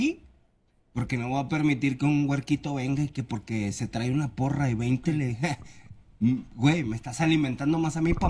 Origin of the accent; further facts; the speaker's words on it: Monterrey, Nuevo León, Mexico; also born or lived in Mexico City; Somos porque yo soy regio. Somos porque yo soy de aquí